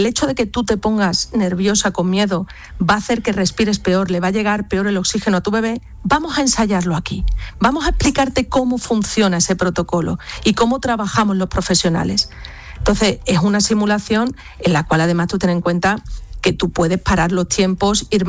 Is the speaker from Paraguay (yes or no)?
no; Andalusia, Spain; Es un orgullo para mí decir que soy andaluza